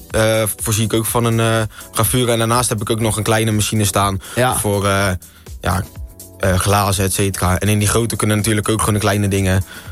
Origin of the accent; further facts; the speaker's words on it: 's-Gravenzande, South Holland, Netherlands; Ik kom uit Schavenzande. Ik ben 22.